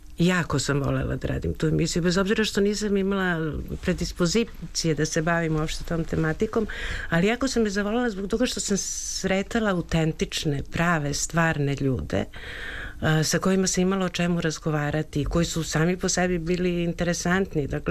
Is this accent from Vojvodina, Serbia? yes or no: no; Belgrade, Serbia; born there; Ja sam rođena u Beogradu i stvarno sam imala malo dodira sa selom